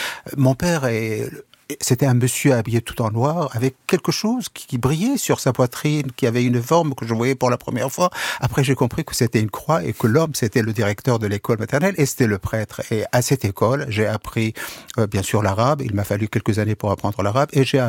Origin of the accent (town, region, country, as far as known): Syria; born there; first language Kurdish; French is a second language; moved away